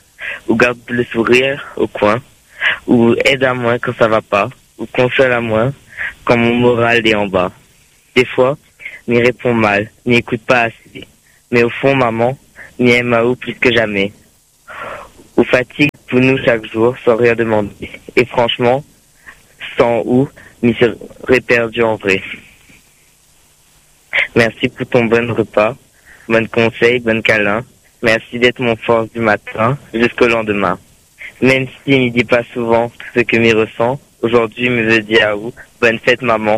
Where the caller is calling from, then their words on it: Le Tampon, Réunion; Du tampon.